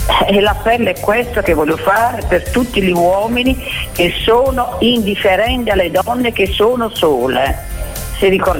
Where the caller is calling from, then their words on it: Bari, Apulia, Italy; sono di Bari